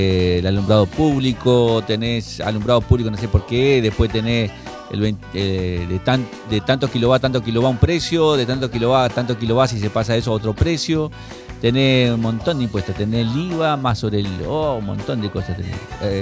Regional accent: Santa Fe, Argentina; somos santafesinos de segunda categoría o segunda clase

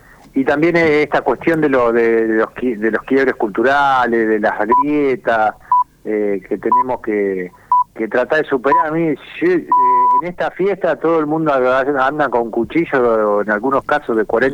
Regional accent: Argentina

